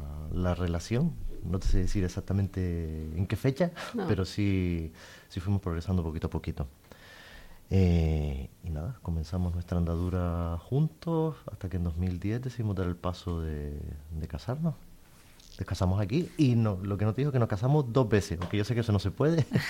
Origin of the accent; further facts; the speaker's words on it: Las Palmas de Gran Canaria, Canary Islands, Spain; De aquí. De Las Palmas, de Tamaraceite.